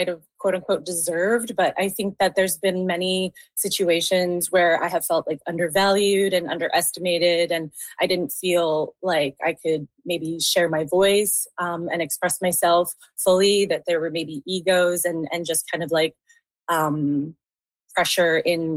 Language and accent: English; Saskatchewan, Canada; born or raised there